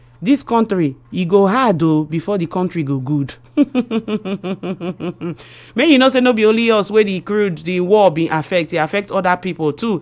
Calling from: Buguma, Rivers, Nigeria; I'm writing from Asaritori local government area in Buguma City.

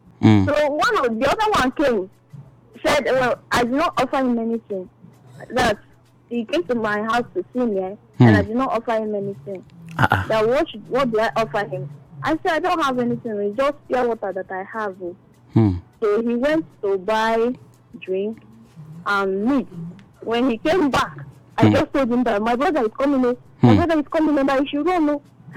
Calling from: Port Harcourt, Rivers, Nigeria; I'm calling from Rumola and I'm a first time caller.

